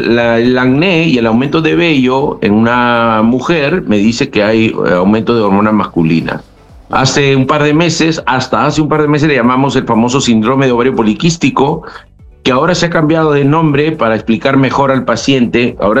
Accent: Trujillo, La Libertad, Peru; yo soy de Trujillo, con mi padre íbamos a Huanchaco, a Salaverry, al muelle, y yo aprendí a pescar del muelle

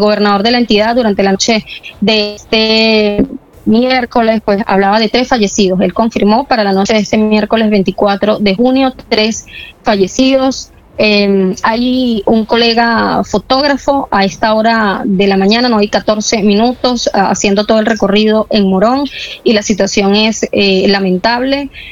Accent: Venezuela

